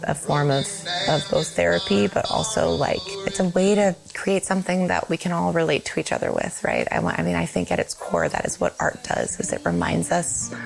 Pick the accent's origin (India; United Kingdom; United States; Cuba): United States; Sleetmute, Alaska; I grew up here in Alaska in a village called Sleep Mute.